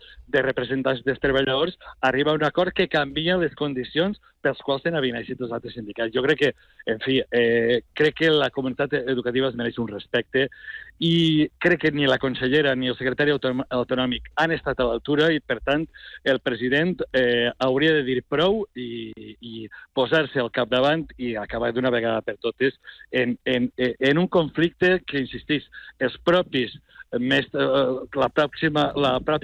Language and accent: Catalan; Valencian Community, Spain; perquè jo soc valencià, perquè jo tinc dos filles treballant en l'ensenyament